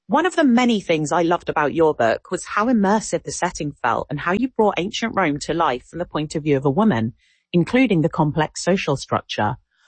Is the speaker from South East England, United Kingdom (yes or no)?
yes; Portsmouth, South East England, United Kingdom; I'm from Portsmouth in the UK.